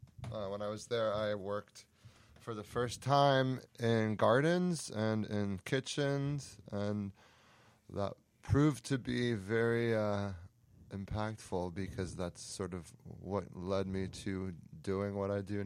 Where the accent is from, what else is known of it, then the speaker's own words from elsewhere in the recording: Princeton, New Jersey, United States; I grew up in Princeton, New Jersey, and I have lots of childhood memories, specifically of New Jersey.